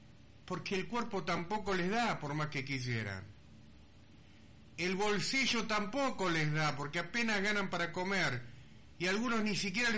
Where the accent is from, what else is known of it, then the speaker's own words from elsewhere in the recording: Argentina; Todos somos argentinos.